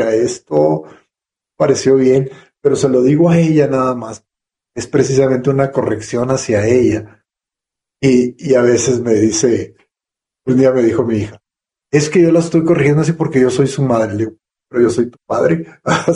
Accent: Mexico; Ahí en mi pueblo no había televisión, porque era un pueblo chico.

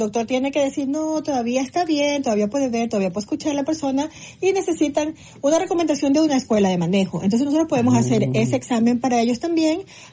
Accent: Ecuador; now in Maryland, United States; Soy de Ecuador.

